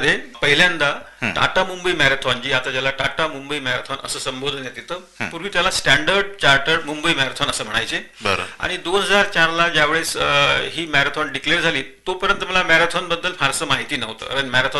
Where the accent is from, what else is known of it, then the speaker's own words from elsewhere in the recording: Sindhora Bujruk, Maharashtra, India; also born or lived in Amravati; माझं मूळ गाव तिवसा तालुक्यामधील सिंधोळा बुजरुक, तिथेच माझं प्राथमिक शिक्षण झालं आणि पुढे मग अमरावतीला शिफ्ट झालो.